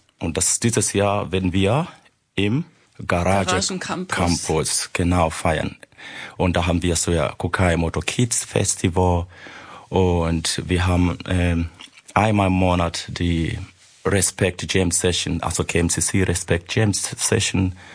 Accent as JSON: {"language": "German", "town": "Chemnitz", "region": "Saxony", "country": "Germany", "said": "Wir kommen aus Chemnitz, Karl-Marx-Stadt."}